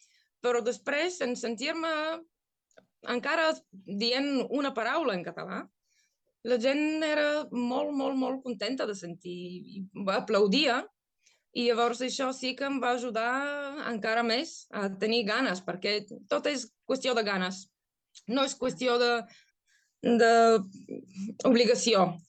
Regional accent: Sofia, Sofia City, Bulgaria; Catalan is a second language; now in Catalonia, Spain; jo soc de Sofia, que es fa, està... no està massa prop del mar.

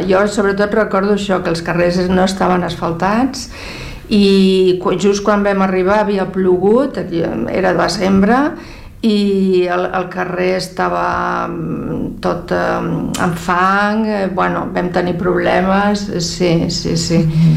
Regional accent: Castile and León, Spain; born there; Sí, és un poble de muntanya, està a la Sierra de la Demanda, a Burgos, tocant amb Sòria i La Rioja, i és un poble molt petitonet, de muntanya

